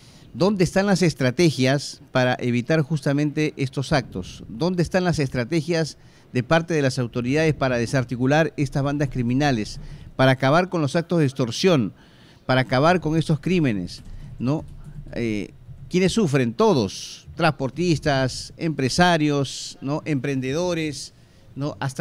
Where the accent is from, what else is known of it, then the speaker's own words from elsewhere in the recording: Peru; todos los peruanos.